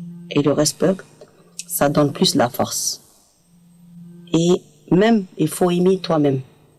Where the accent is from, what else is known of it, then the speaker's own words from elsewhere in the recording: Algeria; moved away as an adult; now in Béziers, France; je suis algérienne, maman de deux enfants. Ça fait 3 ans que je suis en France. Et à Béziers spécialement.